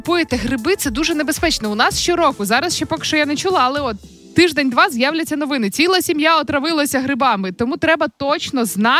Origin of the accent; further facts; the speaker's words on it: Kyiv Oblast, Ukraine; У нас, я виросла в Чорнобильській зоні, і в нас там недалеко туди далі, де вже йде зона відчуження, там дійсно дуже класні гриби.